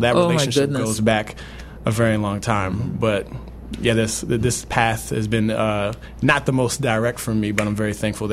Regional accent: Mountaintop, Pennsylvania, United States; Like, I'm from Mountaintop, Pennsylvania.

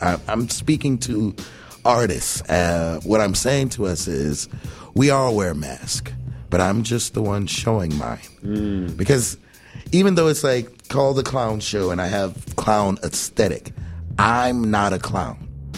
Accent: New Orleans, Louisiana, United States; I am grateful, at, especially growing up in New Orleans, I have so many mentors who are just incredible people.

